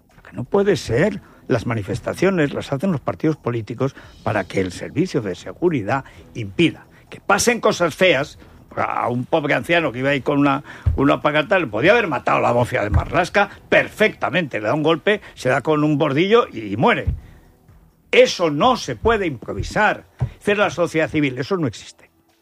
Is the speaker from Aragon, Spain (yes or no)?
yes; Orihuela del Tremedal, Aragon, Spain; Es que el pueblo, mi pueblo se llama Orihuela de Altremedal, provincia de Teruel, no conozco otro.